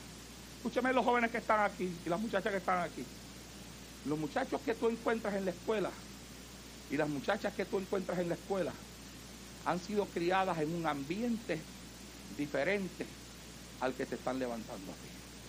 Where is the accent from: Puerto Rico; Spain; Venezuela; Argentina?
Puerto Rico; Santa Isabel; yo dormía en la plaza pública de mi pueblo, en el pueblo de Santa Isabel, en Puerto Rico.